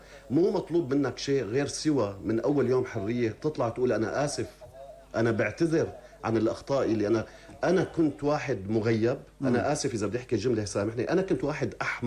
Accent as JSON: {"language": "Arabic", "country": "Syria", "said": "أنا كمواطن سوري"}